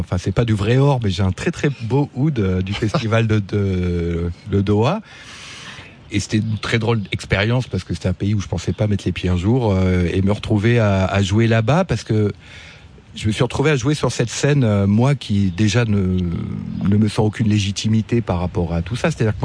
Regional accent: France; moi en tant que Français

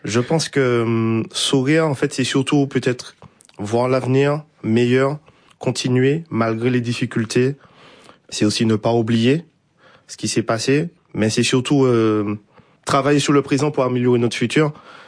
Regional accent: Martinique; Ben déjà, notre culture, nous sommes martiniquais tous les deux, donc souvent on a un profond amour pour notre culture, on affirme vraiment nos origines, on est ancré à la tradition.

